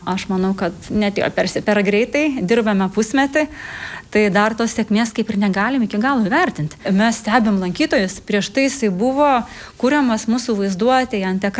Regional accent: Samogitia, Lithuania; aš pati kilusi iš Žemaitijos. Man įdomu sužinoti daugiau apie miestelius, iš kurių aš pati esu kilusi, aš pati iš mažo miestelio Žemaitijoje.

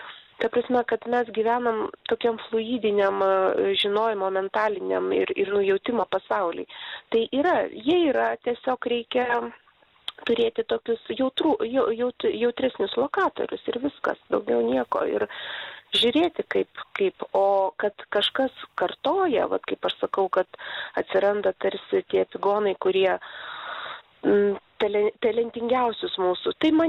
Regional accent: Vilnius, Vilnius County, Lithuania; now in Klaipėda, Lithuania; aš kaip Vilnietė lyg šiol galvoju

